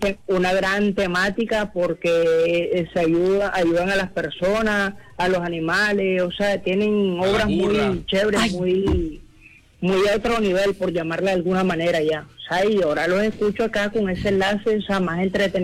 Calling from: Soledad, Atlántico, Colombia; de la ciudad de Barranquilla, municipio de Soledad.

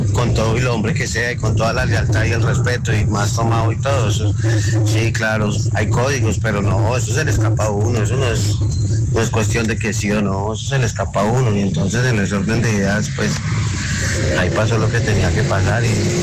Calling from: Ibagué, Tolima, Colombia; Yo soy de la ciudad de Ibagué.

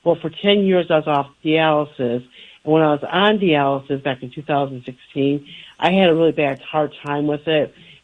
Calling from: Pontiac, Michigan, United States; I'm from Pontiac. I've called you before.

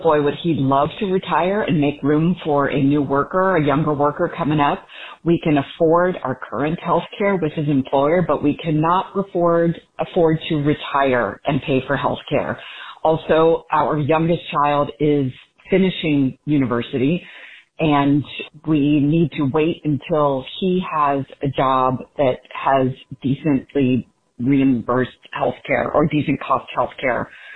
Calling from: Ohio, United States; I'm calling from Ohio.

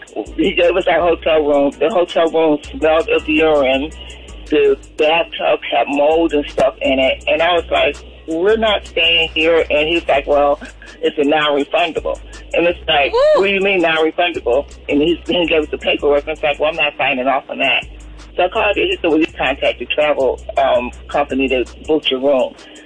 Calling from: Atlanta, Georgia, United States; from Atlanta.

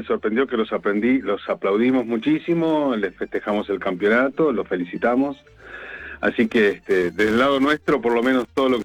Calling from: Buenos Aires, Argentina; Te estoy llamando de Villurquiza.

